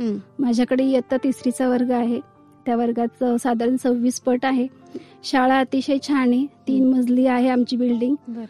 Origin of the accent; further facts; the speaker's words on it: Malegaon, Maharashtra, India; माझं बालपण मालेगाव मध्ये गेलं. मालेगावात माझे वडील महानगरपालिकेत शिक्षक होते